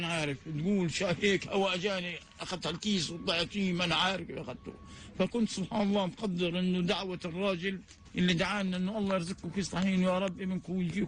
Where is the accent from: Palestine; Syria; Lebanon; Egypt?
Palestine; Gaza, Gaza Strip; أنا واحد من أهل غزة